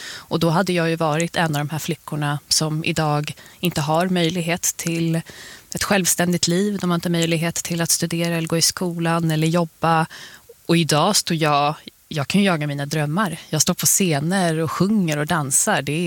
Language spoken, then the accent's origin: Swedish; Botkyrka, Stockholm County, Sweden; Där jag kommer ifrån, i Botkyrka, som ligger i södra Stockholm, så har vi folk från alla delar av världen. Och det har ju inte undgått mig att hemma så lever vi ett liv. Vi pratar inte så jättemycket svenska utan det är andra språk.